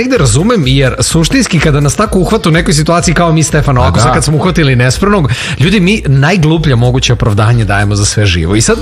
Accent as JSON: {"language": "Serbian", "country": "Serbia", "said": "E, ali ovo je samo dokaz koliko su mi kao Srbi jako kreativan narod"}